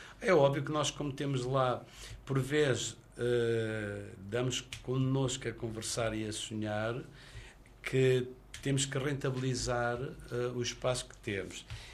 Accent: Centro, Portugal; E eu, como beirão que sou, acredito muito na Cova da Beira.

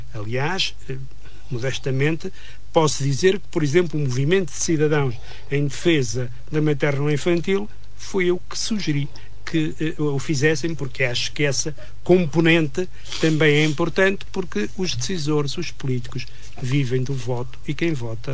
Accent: Madeira, Portugal; moved away; Eu sou madeirense

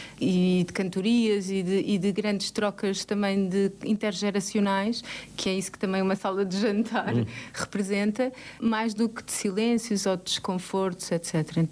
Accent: Lisbon, Portugal; E esse primeiro é o prédio onde cresci, que é em Carnide, e foi uma infância ainda muito de brincar na rua

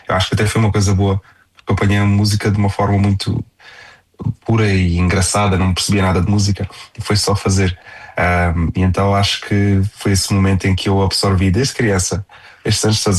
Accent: Portugal; eu sei que tu és português, eu também

